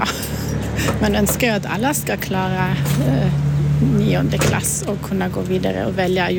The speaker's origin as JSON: {"language": "Swedish", "country": "Germany", "tie": "born or raised there", "second_language": "Swedish", "moved": "as an adult", "lives_now": "Orsa, Sweden", "said": "vi är ju uppväxt så i Tyskland"}